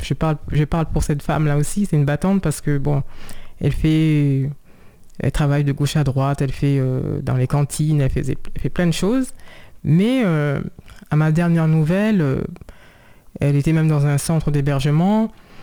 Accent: Saint-Cloud, Île-de-France, France; born there

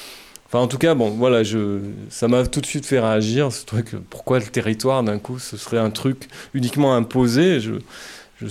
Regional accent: France; je venais du quartier de la Pradelle.

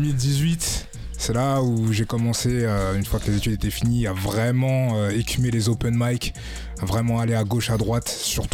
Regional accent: Grand Est, France; moved away as an adult; now in Paris region, France; À la base, je viens des Ardennes.

